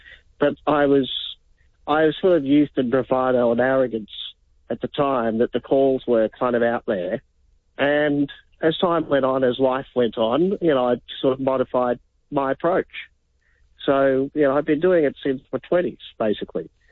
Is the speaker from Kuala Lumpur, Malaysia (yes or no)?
yes; Kuala Lumpur, Malaysia; By the way, I'm Malaysian as well.